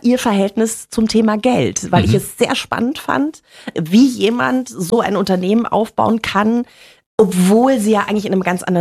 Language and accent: German; Bavaria, Germany; Ich komme aus Bayern.